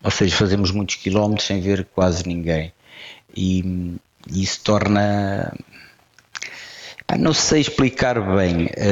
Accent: Portugal; Somos portugueses tão genuínos

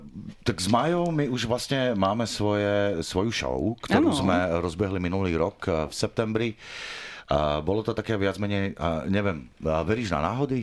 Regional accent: central Slovakia, Slovakia; Pochádzam zo stredného Slovenska

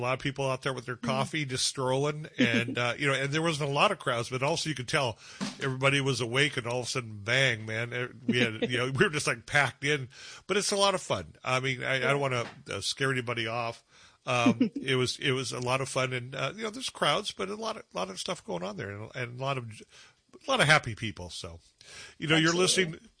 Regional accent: Ireland; Being Irish, so I love the good Irish food down there

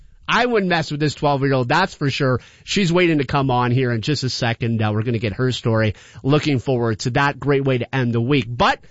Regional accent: Sudbury, Ontario, Canada; growing up in Sudbury, I learned a lot of swear words in French.

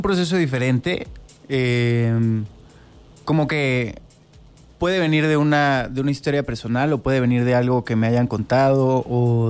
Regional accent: Mexico; aparte de ser mexicano, soy americano por parte de mi padre.

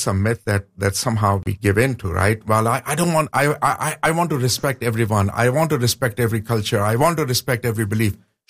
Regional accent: Pakistan; Sure. Born and raised in Pakistan.

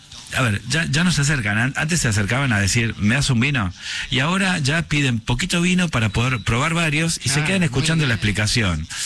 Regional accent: Chaco, Argentina; Porque soy chaqueño.

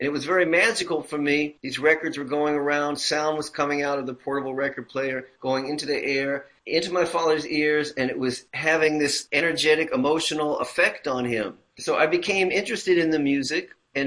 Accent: Berkeley, California, United States; also born or lived in New York City; I grew up here in Berkeley, California. I was born in New York City. My family migrated westward, and we settled into our family home, where I now speak to you from, in 1968, when I was five.

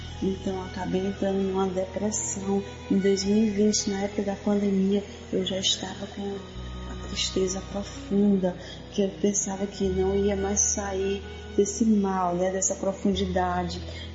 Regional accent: Fortaleza, Ceará, Brazil; sou aqui de Fortaleza, Ceará.

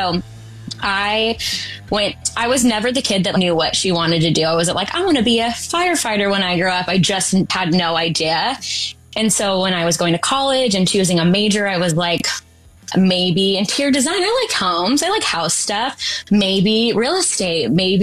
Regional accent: California, United States; now in Sacramento, United States; So now Our home base is Sacramento, California, but I grew up in the Central Valley where Wendy's located.

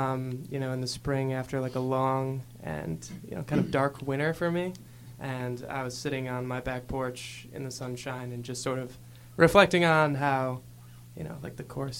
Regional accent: Syracuse, New York, United States; I'm from Syracuse, New York.

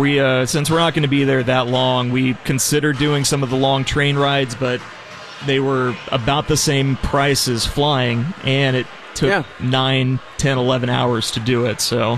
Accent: United States; as an American

